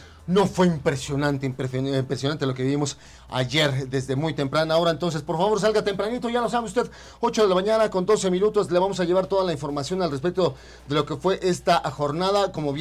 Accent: Mexico; Soy pura mexicana.

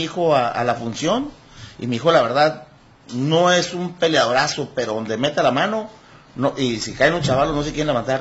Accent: Culiacán, Sinaloa, Mexico; now in Mexicali, Mexico; Yo soy criado en Culiacán, Sinaloa.

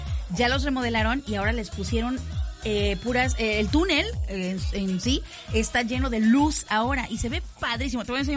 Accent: Puebla, Mexico; No soy de Puebla, pero viví muchos años en mi infancia

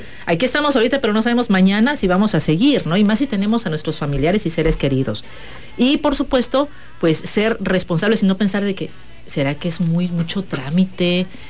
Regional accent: Mexico

